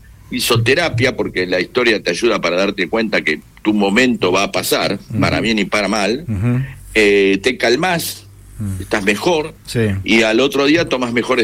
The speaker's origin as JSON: {"language": "Spanish", "country": "Argentina"}